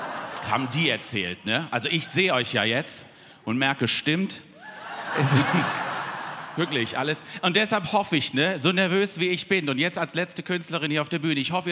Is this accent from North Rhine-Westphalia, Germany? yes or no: yes; Cologne, North Rhine-Westphalia, Germany; Ich bin, wie man das vielleicht ein bisschen hören kann, ich bin aus Köln und heute extra hier so angereist mit der Deutschen Bahn.